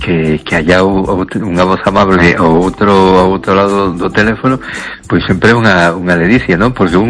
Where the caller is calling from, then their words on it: A Coruña, Galicia, Spain; de Coruña.